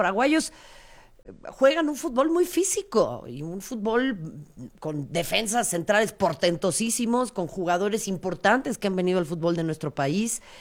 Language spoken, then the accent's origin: Spanish; Mexico; Si soy morena y soy latina. Y eso es algo que nos sucede mucho en México también